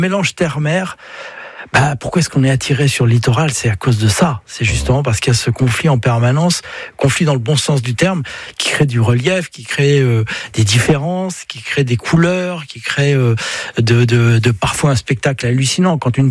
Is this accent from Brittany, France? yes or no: yes; Brittany, France